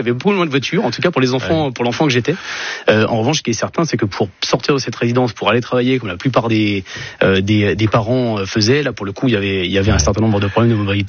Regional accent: Aubervilliers, Île-de-France, France; born there; Oui, je suis né à Aubervilliers, en 1983, en région parisienne.

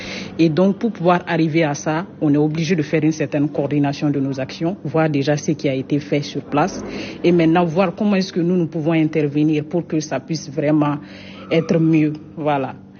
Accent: Mali

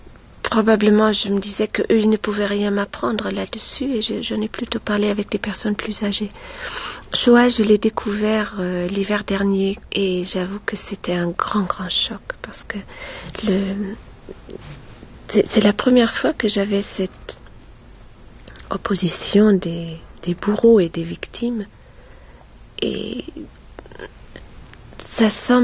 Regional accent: North Rhine-Westphalia, Germany; French is a second language; moved away; also born or lived in Düsseldorf / Paris; J'ai grandi dans la Rhénanie du Nord-Westphalie, près de Münster. C'est à mi-chemin entre Hambourg et Cologne. C'est là que je suis allée à l'école. Ensuite, j'ai fait mes études à Düsseldorf et en partie à Paris

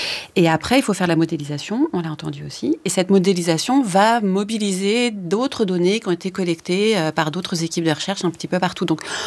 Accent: Paris, Île-de-France, France; born there; moi, je suis née à Paris, donc je vais être étiquetée parisienne

